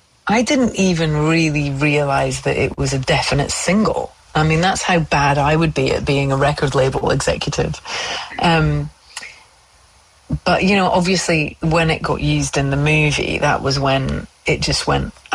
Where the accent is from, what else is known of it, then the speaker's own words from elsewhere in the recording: Scotland, United Kingdom; now in Australia; when I first came to Australia, was like being Scottish and just going to the other side of the world